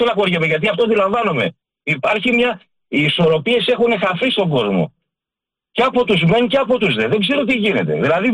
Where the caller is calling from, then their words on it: Greece; και εμείς νιώθουμε πράγματα ως Έλληνες πατριώτες